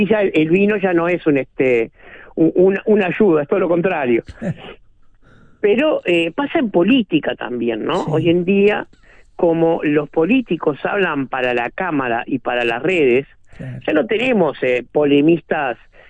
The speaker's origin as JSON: {"language": "Spanish", "country": "Uruguay"}